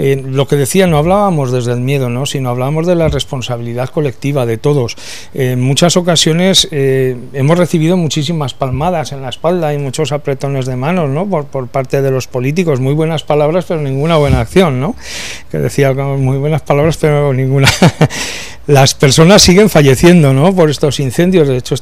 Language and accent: Spanish; Muniesa, Aragon, Spain; quiero mandar un saludo a mi pueblo, a Muniesa